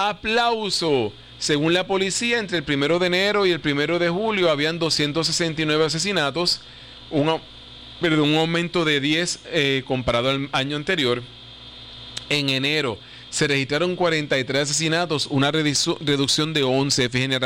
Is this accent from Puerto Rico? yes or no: yes; Puerto Rico; Mira, somos todos puertorriqueños